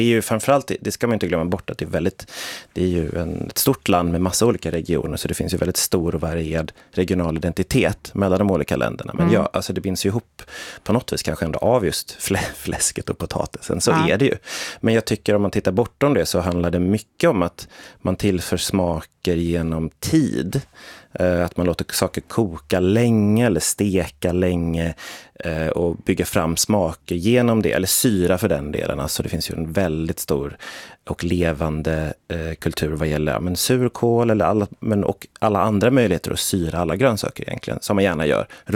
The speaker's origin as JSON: {"language": "Swedish", "country": "Sweden", "said": "som svensk känner man ju sig absolut igen sig mer i det sättet."}